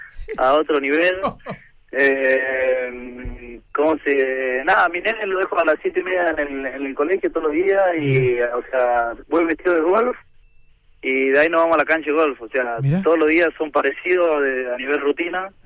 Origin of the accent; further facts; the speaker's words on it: Yerba Buena, Tucumán, Argentina; Yerba Buena es un lugar muy apasionado del golf y del fútbol.